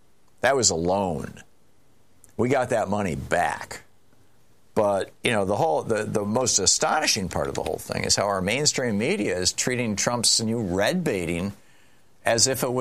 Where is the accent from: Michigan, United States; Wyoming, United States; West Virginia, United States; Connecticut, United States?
Michigan, United States; Lansing; when I was growing up in Lansing, Michigan, or in East Lansing at MSU.